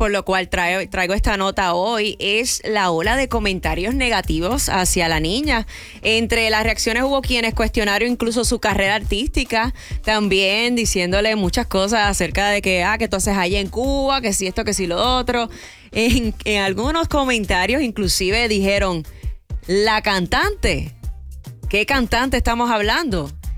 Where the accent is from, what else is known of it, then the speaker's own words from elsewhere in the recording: Puerto Rico; Yo que no soy cubana, que soy puertorriqueña